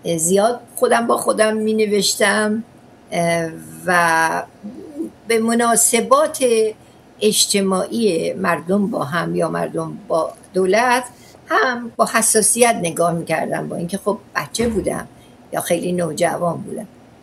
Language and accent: Persian; Ahvaz, Khuzestan, Iran; born or raised there